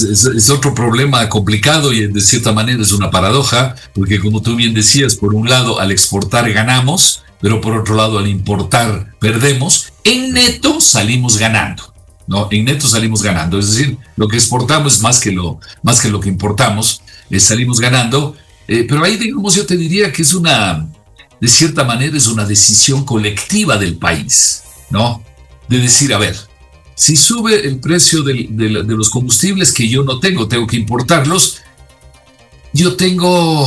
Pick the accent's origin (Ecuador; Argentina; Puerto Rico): Ecuador; los que acabamos pagando esas deudas somos nosotros, los ecuatorianos.